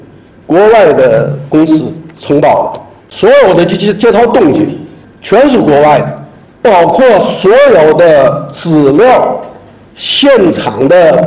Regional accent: China; 作为一个中国人

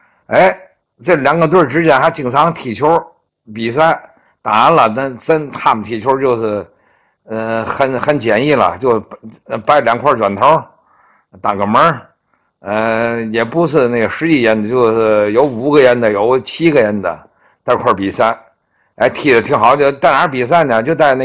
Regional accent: Tianjin, China; 说说我们大直沽这个社区足球队。

